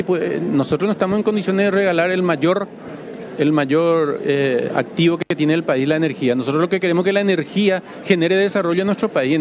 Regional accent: Paraguay; Hay varios criterios, tanto técnicos como financieros, que a nosotros como paraguayos nos interesa.

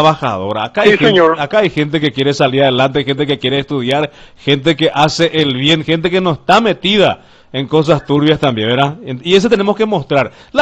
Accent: Paraguay

